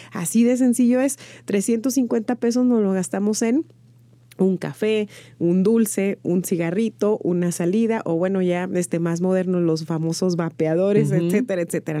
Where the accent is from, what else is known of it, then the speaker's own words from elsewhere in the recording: Mexico; como mexicanas y mexicanos